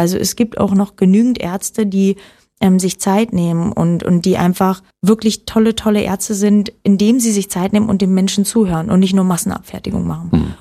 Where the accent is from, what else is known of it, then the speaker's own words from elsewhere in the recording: Oranienburg, Brandenburg, Germany; born there; Richtig, also ich bin in Oranienburg geboren und bin dann mit 10 auf ein Sportinternat gegangen